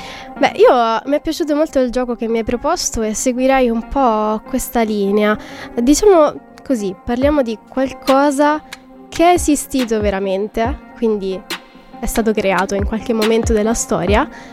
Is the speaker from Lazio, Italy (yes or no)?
yes; Rome, Lazio, Italy; sono di Roma